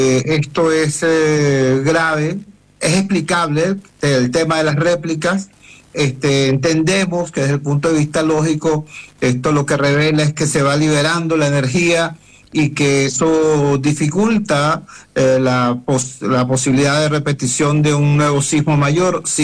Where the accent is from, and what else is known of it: Venezuela; now in Caracas, Venezuela